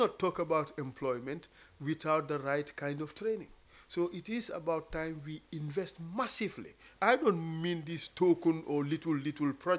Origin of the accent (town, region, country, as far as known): Gambia